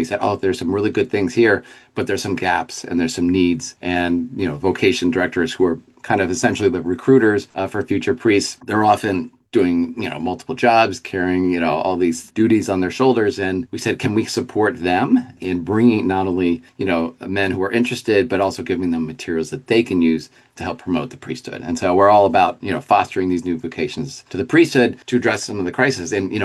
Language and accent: English; Philadelphia, Pennsylvania, United States; I'm from Philadelphia. We have parishes that are closing and merging.